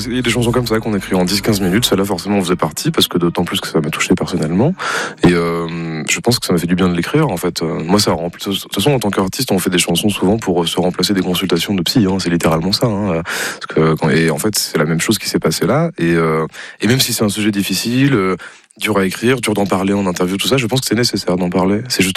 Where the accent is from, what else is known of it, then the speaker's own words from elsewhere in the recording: Hauts-de-France, France; Oui, tout à fait, c'est ça, je suis un nordiste, un vrai de vrai.